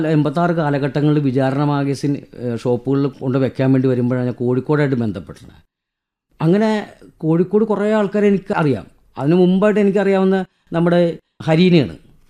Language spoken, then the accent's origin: Malayalam; Kerala, India; നിങ്ങളെവിടെ നിന്ന് വരുന്നു? ഞാൻ പറഞ്ഞു കേരള.